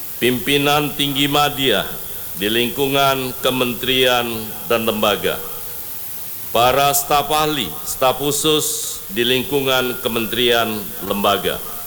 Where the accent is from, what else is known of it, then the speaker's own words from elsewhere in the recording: Palu, Central Sulawesi, Indonesia; moved away; Sebagai warga Kota Palu